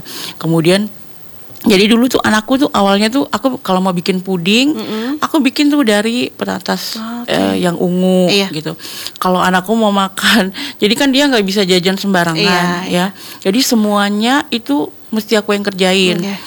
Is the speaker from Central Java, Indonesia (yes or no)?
no; Papua, Indonesia; Dan waktu itu aku Papua, istilahnya Indonesia Timur, mm-hmm. satu-satunya, okay. yang bisa lolos